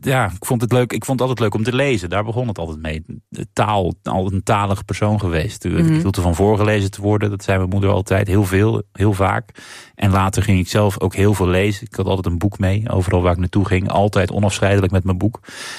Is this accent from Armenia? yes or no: yes; Armenia; Ik was toen in die fase heel erg bezig met mijn afkomst. En met mijn waar ik vandaan kom en wie ik was. En identiteit en nationaliteit en zo.